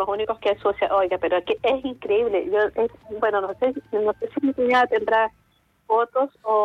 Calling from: O'Higgins, Chile; yo vivo cerca del río Tinguiririca.

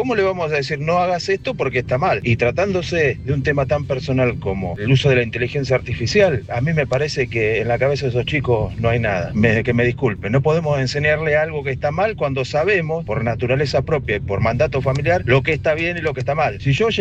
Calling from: Los Cardales, Buenos Aires Province, Argentina; de Cardales.

